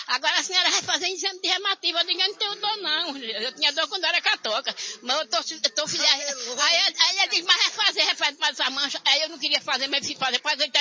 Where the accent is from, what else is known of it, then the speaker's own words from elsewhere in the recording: Paraíba, Brazil; moved away; Eu vim da Paraíba em 2010, morrendo, coração inchado, não tinha médico, nada, tinha cirurgia, vim da Paraíba, sofrendo